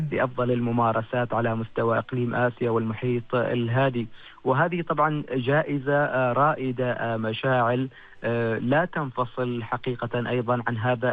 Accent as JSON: {"language": "Arabic", "country": "Oman", "said": "مشاعر أنت تستشعرها كعماني وأنت خارج حدود الوطن."}